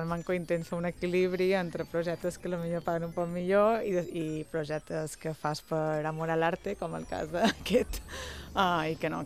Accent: Pollença, Balearic Islands, Spain; also born or lived in London, United Kingdom; Jo, d'origen angloamericà, nascuda a Londres i en dues setmanes crec que vaig venir a viure a Pollença i he crescut aquí.

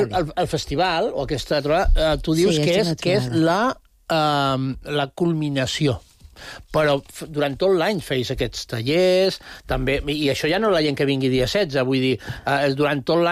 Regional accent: Palma, Balearic Islands, Spain; jo som del Terreno

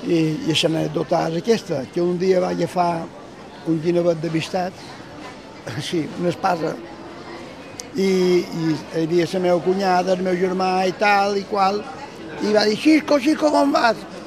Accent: Palma, Balearic Islands, Spain; Jo vaig néixer en el Matadero. M'entén, ma mare pelava peus i jo em fotien a dins un mericanota i me tiraven un racó. Això és així. Quan vaig començar a caminar, ma mare pelava peus i jo estava a 50 metres de la nave dels xots, de l'escorxó de Palma.

